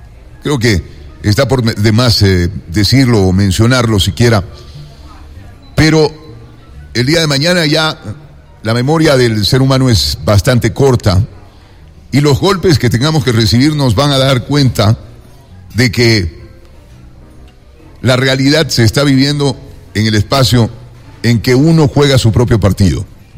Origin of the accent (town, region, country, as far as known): Ecuador